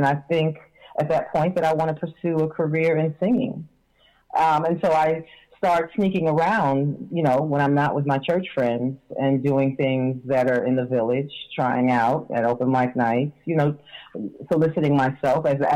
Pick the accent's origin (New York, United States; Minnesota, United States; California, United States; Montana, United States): New York, United States; it makes me cry today when you ask me how it felt growing up in New York.